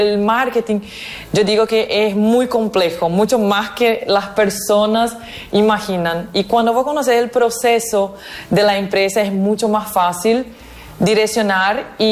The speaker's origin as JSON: {"language": "Spanish", "town": "Ciudad del Este", "region": "Alto Paraná", "country": "Paraguay", "also_born_or_lived": "Foz do Iguaçu, Brazil", "said": "soy de Ciudad del Este, nací en Brasil, Foz do Iguaçu, frontera con Ciudad del Este. Tengo 34 años"}